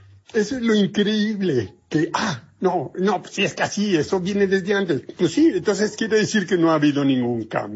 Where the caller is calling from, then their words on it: Mexico City, Mexico; de la Alcaldía Coyoacán.